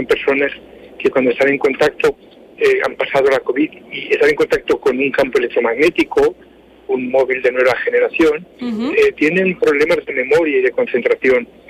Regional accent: Teruel, Aragon, Spain; moved away; camino de Teruel, que es mi tierra.

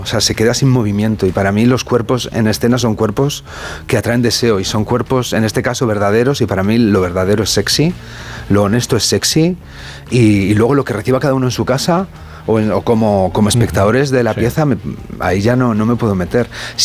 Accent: Valladolid, Castile and León, Spain; yo soy castellano, sí, sí. De Valladolid.

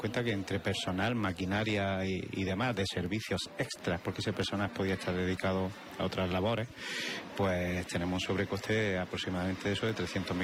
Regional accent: Peligros, Andalusia, Spain; mi vocación es ser alcalde de mi pueblo, lo era desde muy joven

